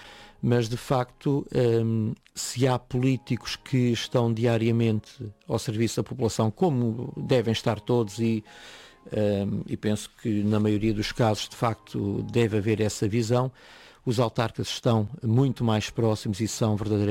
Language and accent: Portuguese; Horta, Azores, Portugal; also born or lived in Flores Island, Azores; eu nasci na Ilha do Faial, sou faialense, vivi 5 anos nas Flores porque o meu pai era agente da PSP e foi lá colocado em serviço. Regressei depois ao Faial e fiz aqui a minha vida até aos 19 anos, até ir estudar.